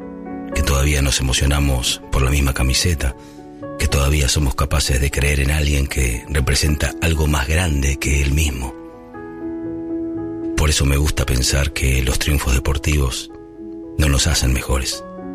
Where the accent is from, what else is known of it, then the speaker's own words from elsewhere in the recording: Argentina; Durante un rato somos simplemente eso, argentinos.